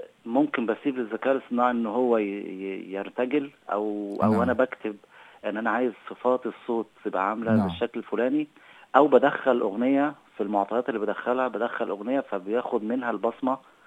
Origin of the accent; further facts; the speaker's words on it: Cairo, Cairo Governorate, Egypt; also born or lived in Russia; انا اتولدت في مصر